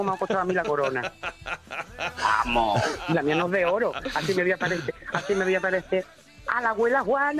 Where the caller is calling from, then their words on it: Extremadura, Spain; somos tres chicas de Mérida, o sea, tres chicas de Badajoz y una de Mérida.